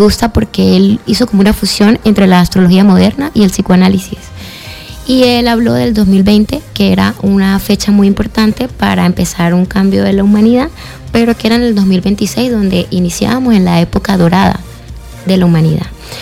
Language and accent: Spanish; Venezuela